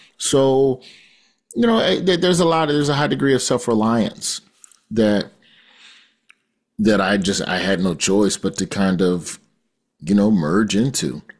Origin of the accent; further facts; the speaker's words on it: the South, United States; When I was growing up in the South, consistent male role models were far and few in between.